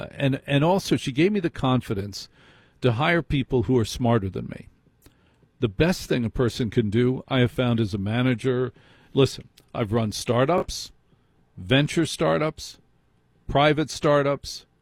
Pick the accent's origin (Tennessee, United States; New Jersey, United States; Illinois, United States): New Jersey, United States; I'm from New Jersey.